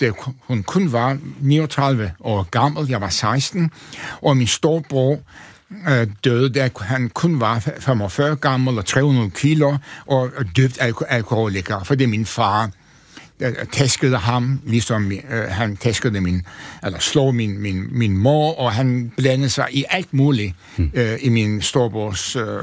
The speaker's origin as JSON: {"language": "Danish", "region": "Antalya", "country": "Turkey", "said": "Altså, jeg kommer fra en overmiddelklasse familie. Altså, min far var apoteker, tjente mange penge i den lille by Antalya, som er kæmpestor, trist by."}